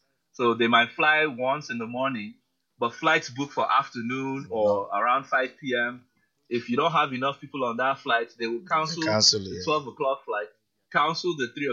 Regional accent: Nigeria

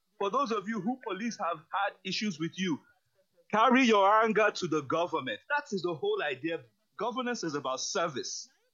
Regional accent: Nigeria

